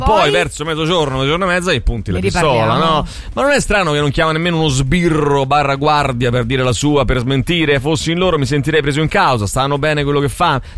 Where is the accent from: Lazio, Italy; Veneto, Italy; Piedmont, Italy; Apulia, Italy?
Lazio, Italy; Latina; born there; io so fascio perché sono nato a Latina.